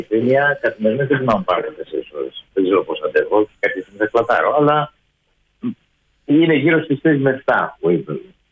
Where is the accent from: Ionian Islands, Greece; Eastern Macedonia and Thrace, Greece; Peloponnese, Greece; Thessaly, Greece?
Peloponnese, Greece; Argos; Αλλά το χωριό που έχουν γίνει τα γυρίσματα είναι η Καριά Αργολίδος και από εκεί κατάγομαι. Εγώ μεγάλωσα στο Άργος